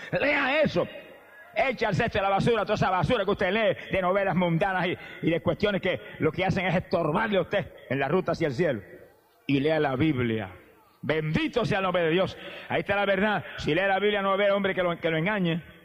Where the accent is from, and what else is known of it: Puerto Rico; born or raised there